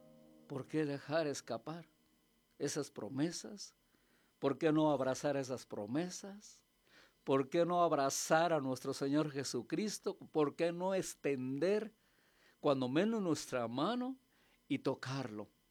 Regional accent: Mexico; nuestro México

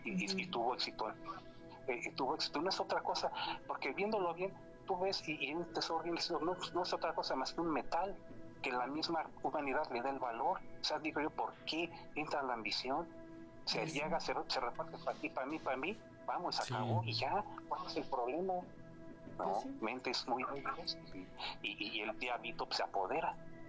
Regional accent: Guadalajara, Jalisco, Mexico; A mí me pasó allá por mi tierra, yo soy de Guadalajara, allá en por los límites de La Piedad, de allá de Michoacán.

